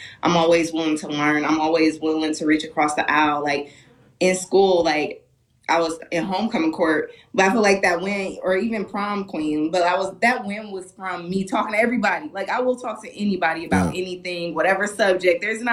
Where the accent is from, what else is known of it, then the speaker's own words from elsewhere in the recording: Milwaukee, Wisconsin, United States; Milwaukee's home. All of my family and friends are still there. I'm back and forth. So, yeah, man. I'm from Milwaukee through and through.